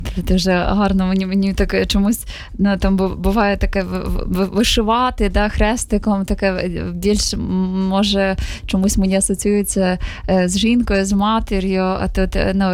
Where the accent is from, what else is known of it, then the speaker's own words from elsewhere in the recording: Zaporizhzhia, Zaporizhzhia Oblast, Ukraine; в моєму рідному місті в Запоріжжі